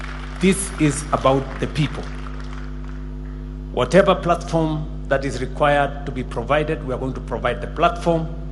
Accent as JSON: {"language": "English", "country": "Kenya", "said": "as a Kenyan myself."}